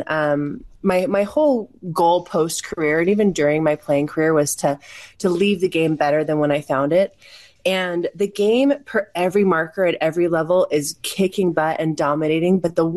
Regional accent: California, United States; I'm from the Bay Area. NorCal changed my life. Growing up in the environment, you know, in the 80s and 90s with the Warriors and the Niners and the Giants, and no one ever lost.

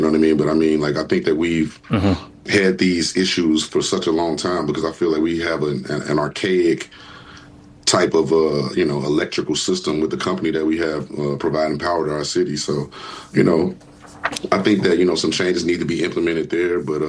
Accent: Gary, Indiana, United States; born or raised there

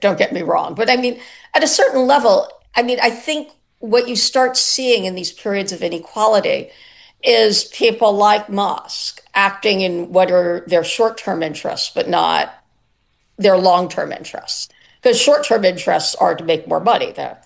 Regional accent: New York, United States; now in Los Angeles, United States; I'm a New Yorker, so even though I live in Los Angeles these days, I'm still a New Yorker.

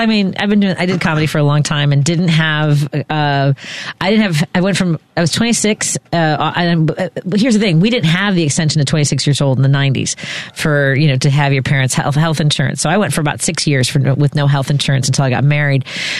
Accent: Chicago, Illinois, United States; No, I'm just kidding. I grew up in Norwood.

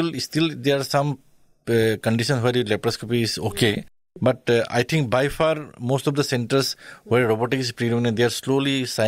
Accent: Assam, India; English is a second language; Because I was born and I'm basically from Assam. So at that time, there's no surgery in Northeast heart surgery.

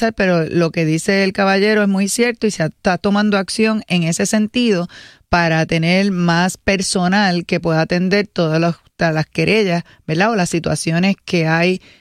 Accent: Guayama, Puerto Rico; un saludo grande de mi parte, de Guayama.

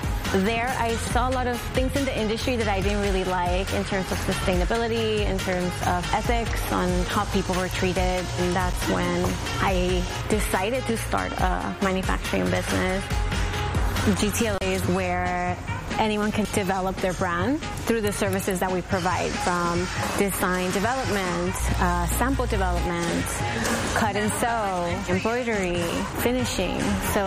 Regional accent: Los Angeles, California, United States; My parents are from Mexico, from Puebla, and I grew up here in South Central, born and raised.

